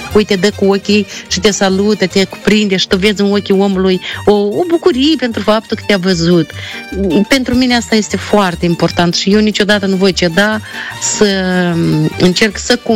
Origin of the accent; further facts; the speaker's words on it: Ciciuleni, Hîncești District, Moldova; moved away; Da, de la Ciciuleni.